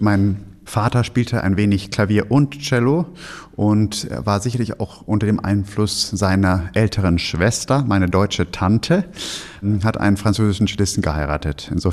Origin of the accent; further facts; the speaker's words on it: Germany; nachdem ich jetzt mein ganzes Leben in Deutschland gelebt habe. Ich bin ja in Deutschland geboren und aufgewachsen und ich habe natürlich schon einen Teil von mir, ist sicherlich in Frankreich.